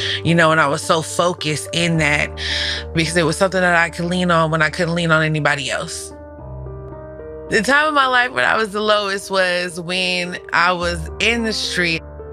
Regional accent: San Jose, California, United States; I am from San Jose, California, and I am a Christian rapper who pushes kingdom music.

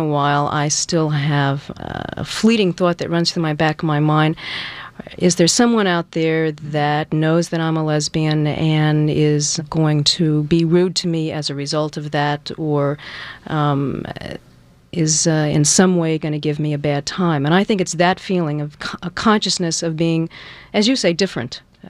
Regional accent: Virginia, United States; also born or lived in New Orleans, Louisiana; I grew up primarily in Virginia, outside of Washington, D.C.

